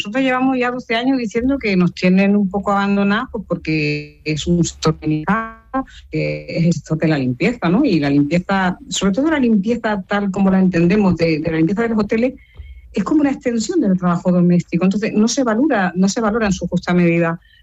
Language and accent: Spanish; Lloret de Mar, Catalonia, Spain; yo vengo de la Costa Brava, de Lloret de Mar